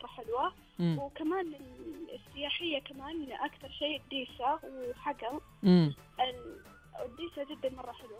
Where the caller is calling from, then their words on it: Tabuk, Tabuk Province, Saudi Arabia; ما طلعت من تبوك.